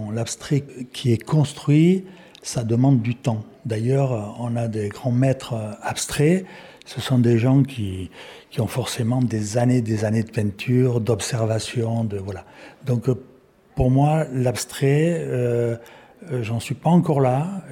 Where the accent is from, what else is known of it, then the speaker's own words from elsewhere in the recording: Nice, Provence-Alpes-Côte d'Azur, France; moved away; moi, je suis originaire, je suis niçois, on va dire.